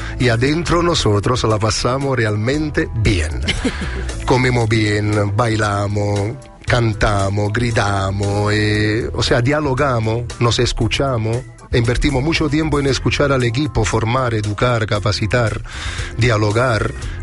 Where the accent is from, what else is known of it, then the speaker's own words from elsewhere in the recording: Naples, Campania, Italy; Spanish is a second language; now in Chile; vengo de Nápoles y ahí somos un poco trogloditas respecto a la tecnología. Aprendí en Chile la importancia de la red social. Aquí entendí cuánto importante es, cuánto yo me tengo que poner a ritmo con la época. Tengo 48 años